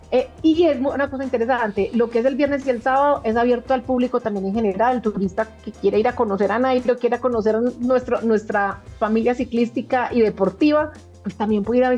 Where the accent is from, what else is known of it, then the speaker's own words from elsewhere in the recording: Colombia; ya que estos invitados internacionales nos conozcan como gente, como colombianos que somos